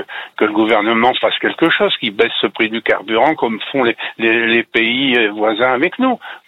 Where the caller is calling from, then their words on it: Normandy, France; Une petite commune qui s'appelle Ménival, à côté du Tréport, en Seine-Maritime.